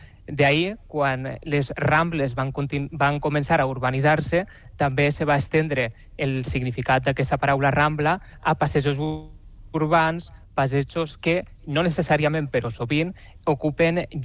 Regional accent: Valencian Community, Spain; accent: Valencian; Sí, ja m'ho he enganxat que sóc valencià, la veritat que dic dues paraules i se'm nota de seguida, no?

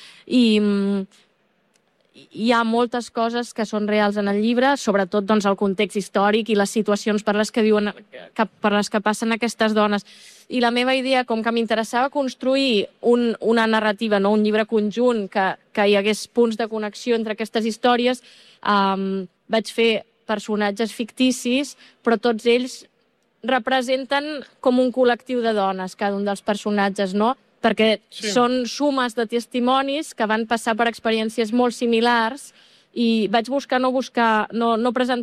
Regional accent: Catalonia, Spain; now in Berlin, Germany; soc autora catalana, faig còmics i així

